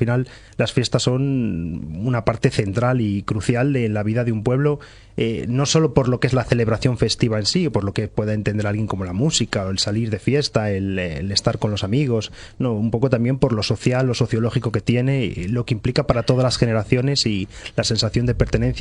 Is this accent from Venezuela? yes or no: no; Spain; mi pueblo, en los años 90 se cerró la escuela. Yo fui uno de esos últimos chavales que fueron a la escuela en Babón